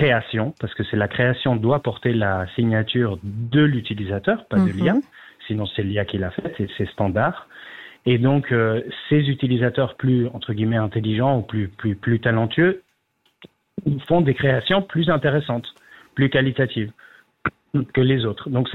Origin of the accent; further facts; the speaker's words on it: Switzerland; en fait, j'ai la chance d'avoir accompagné tout public, dès ce qu'on appelle chez nous en Suisse les seniors